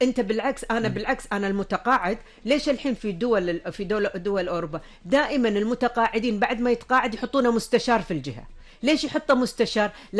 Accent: Kuwait; التطوع مفتوح عندنا بالكويت في كل مكان

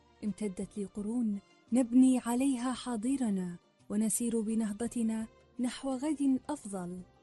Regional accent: Kuwait; لبلادنا الكويت

